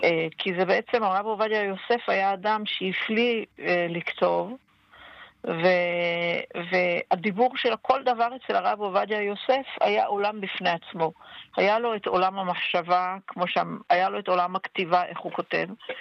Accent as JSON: {"language": "Hebrew", "town": "Jerusalem", "region": "Jerusalem District", "country": "Israel", "said": "אז אני מכירה את משה זמן רב, אנחנו באים מאותו אזור בירושלים, באזורים של שכונת מקור ברוך."}